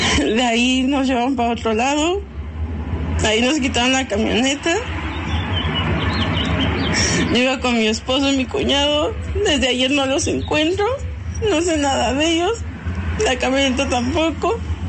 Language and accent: Spanish; Tlahuelpan, Hidalgo, Mexico; Yo soy de Hidalgo, de Tlahuelpan, Hidalgo.